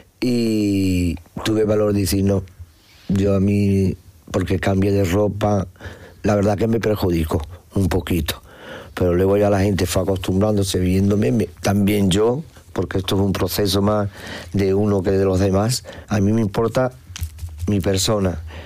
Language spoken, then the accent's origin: Spanish; Alicante, Valencian Community, Spain; Yo en Alicante ya con lo, queriéndome venir. … Digo, sí, pero ¿ … ? Digo, sí